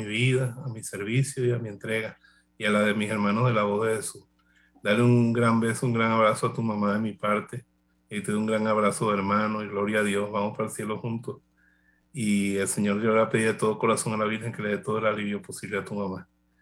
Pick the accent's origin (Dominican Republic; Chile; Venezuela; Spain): Venezuela; Valencia, Carabobo; Y yo recuerdo, para terminar, que una vez hubo un conflicto aquí en Valencia, en mi tierra